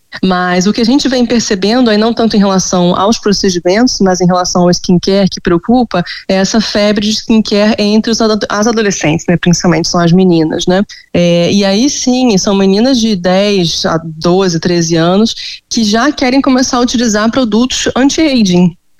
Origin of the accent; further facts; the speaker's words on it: Rio de Janeiro, Brazil; Eu sou do Rio